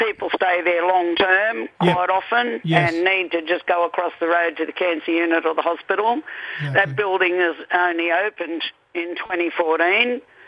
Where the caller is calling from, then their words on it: Mount Surprise, Queensland, Australia; Mount Surprise.